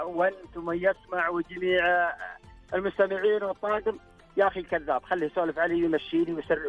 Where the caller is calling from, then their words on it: Hasat Bin Huwail, Saudi Arabia; طال عمرك من أهل الحصاء، من حصاة بن حويل.